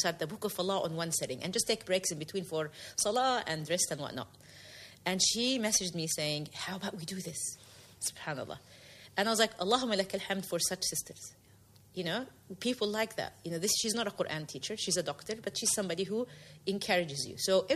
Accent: New Zealand; I grew up in New Zealand.

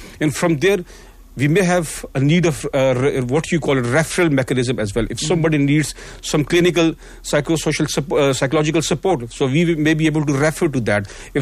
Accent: South Africa; us as South African

